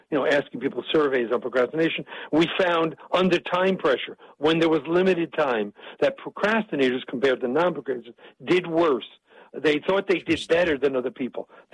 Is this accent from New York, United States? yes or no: yes; New York, United States; I talk fast. I'm from New York, so I can do this.